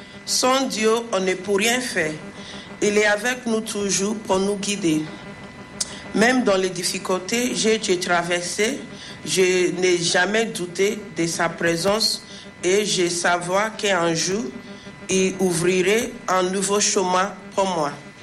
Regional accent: Nigeria; Je viens du Nigeria.

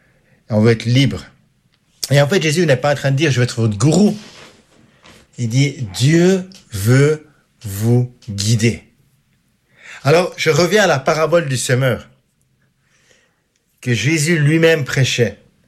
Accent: Switzerland

